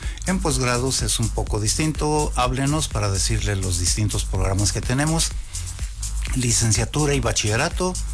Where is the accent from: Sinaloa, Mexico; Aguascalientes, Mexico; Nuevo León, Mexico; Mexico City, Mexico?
Aguascalientes, Mexico; si me permito, porque soy de Aguascalientes, somos la cuna de las calacas, somos la cuna del creador de la Catrina.